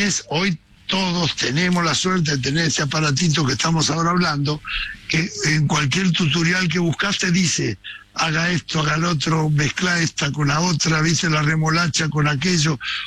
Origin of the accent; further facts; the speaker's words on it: Mataderos, Buenos Aires, Argentina; born there; yo nací en Mataderos, de unos padres trabajadores, peronistas.